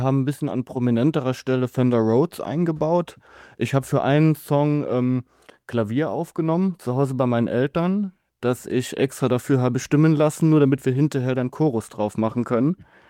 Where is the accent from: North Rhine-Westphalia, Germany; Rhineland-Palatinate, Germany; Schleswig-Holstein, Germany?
Rhineland-Palatinate, Germany; accent: Rhineland-Palatinate or Saarland; moved away; Ich komme aus der Nähe von Trier tatsächlich